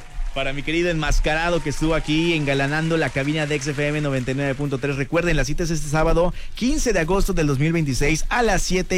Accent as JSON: {"language": "Spanish", "country": "Mexico", "said": "integrar justamente a los niños a que se empapen de esta cultura que tenemos nosotros como mexicanos."}